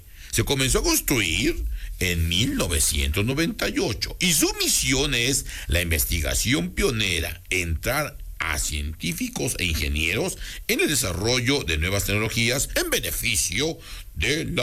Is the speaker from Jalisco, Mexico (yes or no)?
no; Puebla, Mexico; Ah, bueno, me gusta, ¿no? Además, somos poblanos.